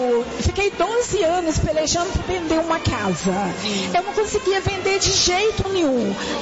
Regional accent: Contagem, Minas Gerais, Brazil; Eu sou do Jardim Riacho, contagem.

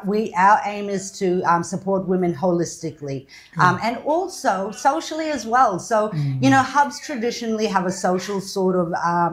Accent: Queensland, Australia; My mob, I'm a proud Kukuyalanji woman, also Yitawara and Gugu Yitama.

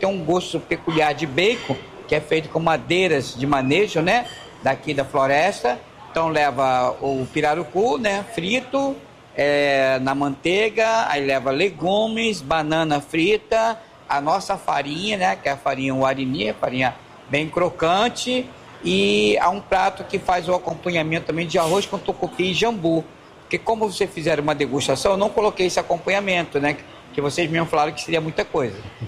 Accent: Rio de Janeiro, Brazil; born there; now in Amazonas, Brazil; eu sou carioca de certidão e amazonense de coração.

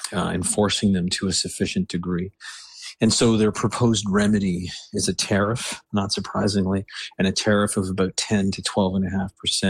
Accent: Canada; I don't say that because I'm Canadian

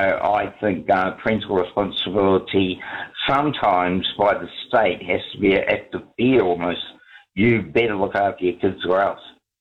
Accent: Bay of Plenty, New Zealand; now in Napier, New Zealand; I'm from the Bay of Plenty and we woke up in 6 degrees and we went to school without shoes. Because we were so poor for a kickoff. I come from the Bay of Plenty

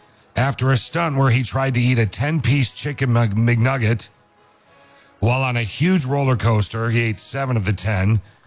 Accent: Michigan, United States; I grew up in Michigan, which is right near there

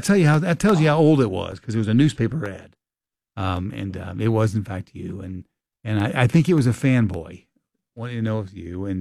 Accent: Kentucky, United States; I grew up in Kentucky on the Ohio River, and all of the radio stations and TV stations that I watched and listened to were Indiana stations

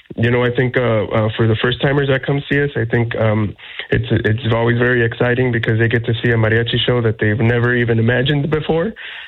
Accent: Chicago, Illinois, United States; being from Chicago. Our studio is literally blocks away from Soldier Field in the South Loop. So it was just a special moment. I myself, being Mexican American, first generation Mexican American

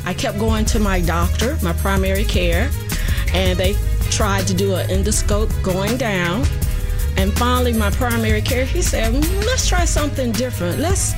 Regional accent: Chesapeake, Virginia, United States; I'm from Chesapeake, Virginia.

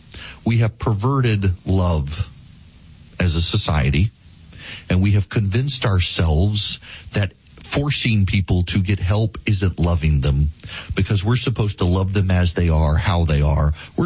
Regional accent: Jackson, Louisiana, United States; now in Georgia, United States; I am from Jackson, Louisiana. Those of you listening right now in Baton Rouge and Lafayette, you might know where Jackson is.

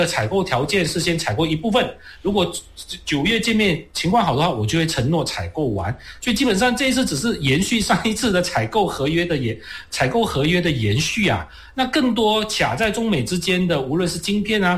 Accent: Malaysia; 这涉及到我们马来西亚华人在当下的族群局势跟族群政治的这样的一种考量。

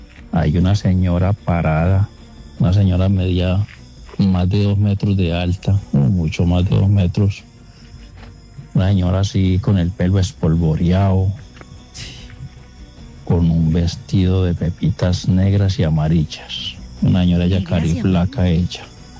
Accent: Remedios, Antioquia, Colombia; Yo soy de acá, de Remedios, Antioquia. Remedios.

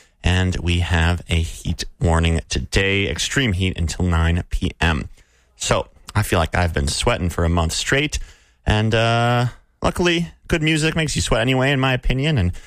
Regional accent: Wisconsin, United States; now in Grand Rapids, Minnesota, United States; as someone from Wisconsin

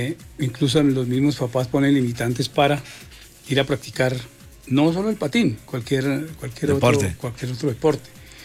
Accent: San José de Pare, Boyacá, Colombia; Yo soy de acá, de Boyacá, de un pueblo que se llama San José de Pare.

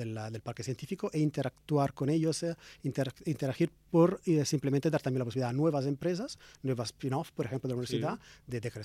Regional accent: Italy; Spanish is a second language; now in Tenerife, Spain; porque yo vengo de Italia, o sea que traigo el know-how

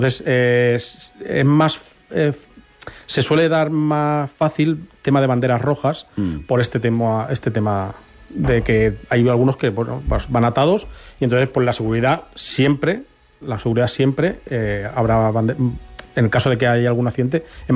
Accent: Albacete, Castilla-La Mancha, Spain; es un orgullo para nosotros que somos de Albacete.

